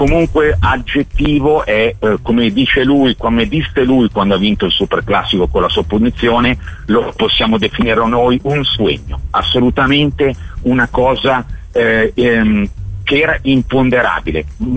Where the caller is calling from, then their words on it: Lombardy, Italy; sono in Alta Lombardia